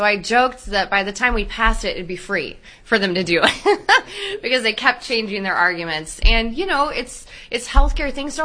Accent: Round Rock, Texas, United States; So I grew up in Round Rock. That's where I represent.

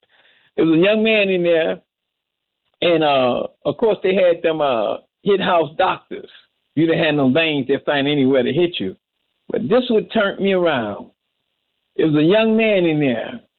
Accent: Detroit, Michigan, United States; born and raised in Detroit, two-parent family

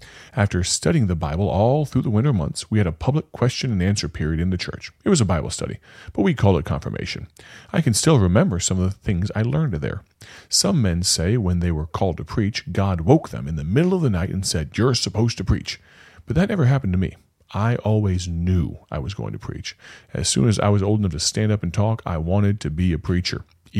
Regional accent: Moline, Illinois, United States; also born or lived in Rock Island, Illinois; my mother led me to Christ in the Swedish language. That's how I know the Lord understands Swedish. I grew up in the Evangelical Free Church in Moline, Illinois. When I was little, everything was in Swedish

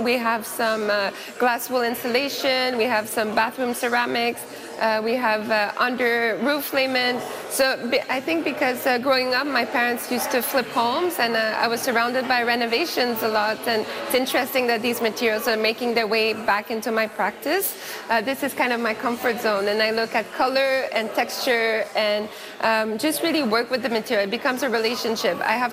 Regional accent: Aylmer, Quebec, Canada; also born or lived in Ottawa; I grew up partly in Aylmer, Quebec, so just on the other side of the river from the National Gallery. I used to come to Ottawa all the time. This is my place. This is where I grew up.

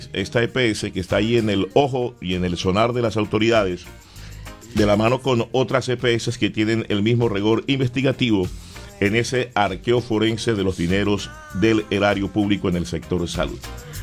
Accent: Colombia; Siete, 13 en mi país, Colombia, 8 de Olímpica, más 13 minutos aquí al ladito en Venezuela.

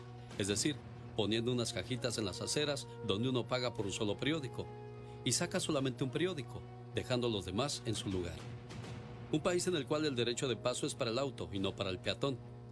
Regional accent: Mexico; moved away

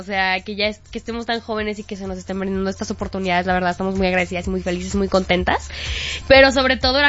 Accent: Querétaro, Mexico; somos de Querétaro

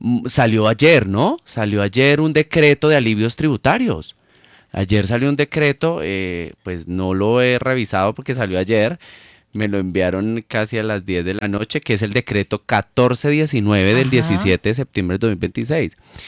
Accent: Colombia; en nuestro país, en Colombia

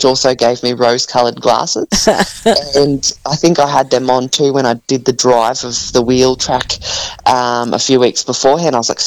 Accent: Junee, New South Wales, Australia; moved away; I was originally from Junine.

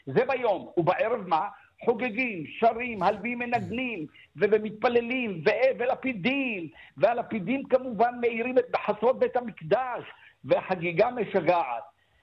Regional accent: Ramla, Central District, Israel; גם אני בילדותי ברמלה בבית הורה

